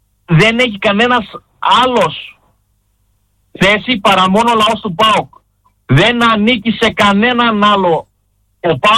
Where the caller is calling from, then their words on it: Eptalofos, Central Macedonia, Greece; είμαι από την Ασπρόμαυρη Επτάλοφο.